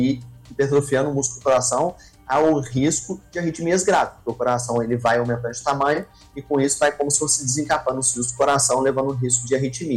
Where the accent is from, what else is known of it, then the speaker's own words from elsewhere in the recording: Minas Gerais, Brazil; Não é porque eu sou mineiro não